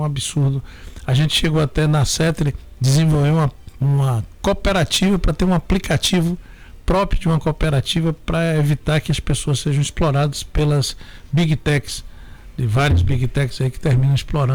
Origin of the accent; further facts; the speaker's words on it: Itabuna, Bahia, Brazil; eu sou de Itabuna